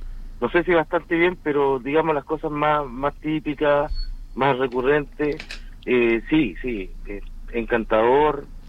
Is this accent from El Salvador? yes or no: no; Copiapó, Atacama, Chile; now in La Serena, Chile; Yo estoy llegando acá del norte, soy de Copiapó, tercera región, de Atacama, y estoy viviendo en este momento aquí en la ciudad de La Serena.